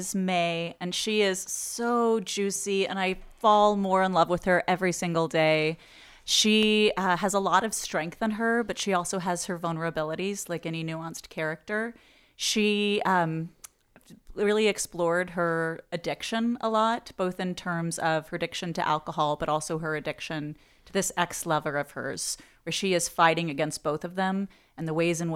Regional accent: Austin, Texas, United States; I grew up in Austin, and I remember seeing him all the time and fanning out.

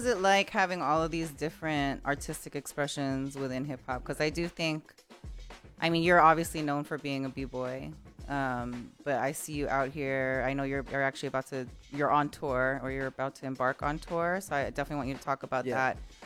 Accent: East Coast, United States; I'm an East Coast person

